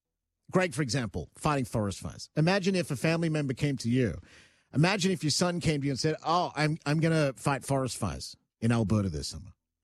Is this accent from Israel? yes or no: no; Australia; I'm Australian. There's a big difference.